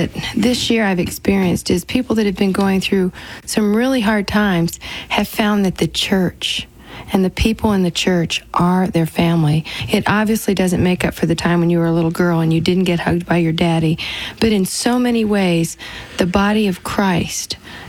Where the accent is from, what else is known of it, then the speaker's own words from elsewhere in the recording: Aurora, Colorado, United States; from Aurora, Colorado.